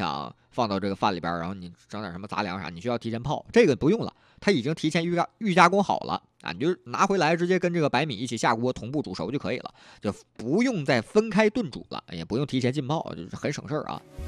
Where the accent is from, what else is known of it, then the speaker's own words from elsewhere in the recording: Liaoning, China; 我是辽宁人